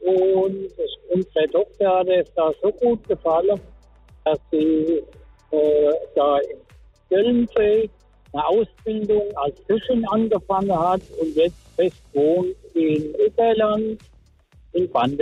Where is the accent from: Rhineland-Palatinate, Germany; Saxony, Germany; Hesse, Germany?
Hesse, Germany; Rodgau; Ich wollte auch noch was beitragen zum Tag der Deutschen Einheit. Wir kommen aus Rottgau, das ist in meinem Main-Gebiet, Hessen.